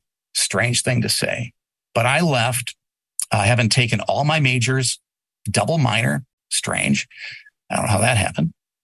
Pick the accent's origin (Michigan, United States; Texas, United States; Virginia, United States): Michigan, United States; Muskegon; I grew up in Muskegon.